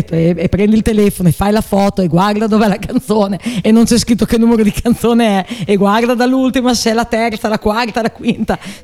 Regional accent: Bologna, Emilia-Romagna, Italy; io sono di Bologna, North of Italy, North.

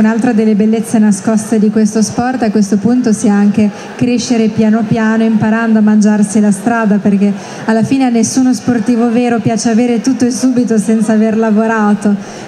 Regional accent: Bologna, Emilia-Romagna, Italy

